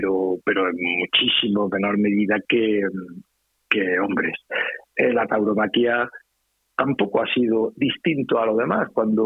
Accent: Córdoba, Andalusia, Spain; yo me he criado en Córdoba, no siendo cordobés, pero yo me he criado en Córdoba

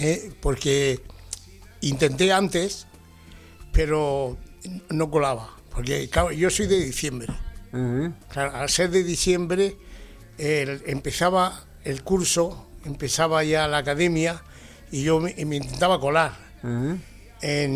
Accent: Adra, Andalusia, Spain; Yo soy de Adra, de Almería.

